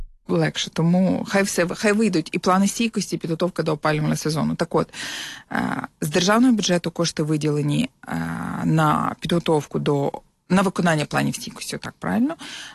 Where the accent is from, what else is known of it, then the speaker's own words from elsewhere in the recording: Kyiv, Ukraine; ми з вами, як кияни